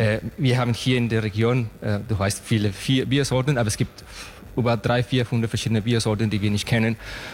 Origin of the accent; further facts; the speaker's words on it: Mexico; moved away as an adult; now in Germany; Ja, alles klar, ich komme aus Mexiko. Und ich habe damals 2008 ungefähr als Hobbybrauer angefangen. Dann 2011 eine kleine Brauerei gegründet in Mexiko.